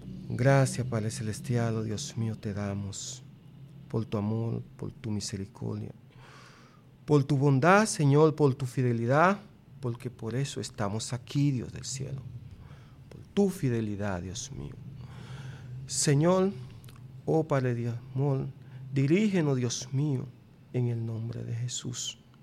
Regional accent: Baní, Peravia, Dominican Republic; somos de Banilejo

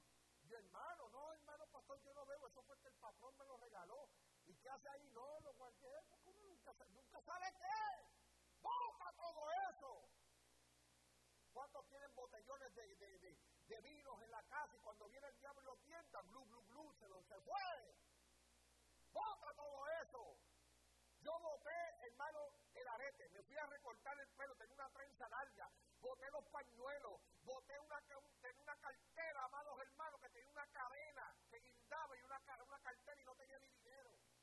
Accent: Caguas, Puerto Rico; Tenía 13 años, pero como los puertorriqueños crecemos, ya yo me creía con 13 años

